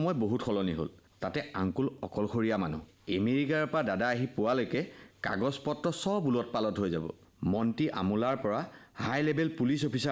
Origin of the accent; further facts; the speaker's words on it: Gaurisagar, Assam, India; মোৰ ঘৰ গৌৰীসাগৰত। অৱশ্যে ইয়াতেই ষ্টেল এতিয়া